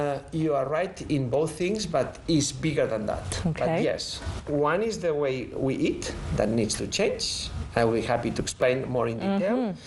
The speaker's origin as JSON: {"language": "English", "country": "Spain", "moved": "yes", "lives_now": "California, United States", "said": "I'm originally from Spain."}